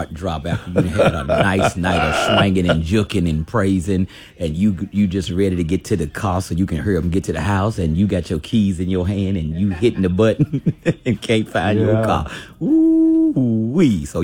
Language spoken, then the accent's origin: English; Virginia, United States; I'm from Virginia. I'm down here so much, people think I'm from here, but I'm 14 hours away from home.